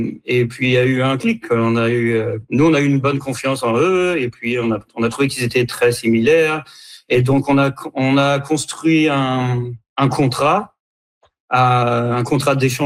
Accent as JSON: {"language": "French", "country": "Canada", "lives_now": "France", "said": "C'est OK, on est Canadien, on vient habiter en France pendant un an."}